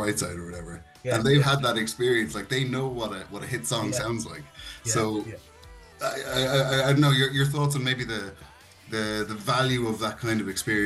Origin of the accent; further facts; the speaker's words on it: Ireland; now in Luxembourg; I'm Irish.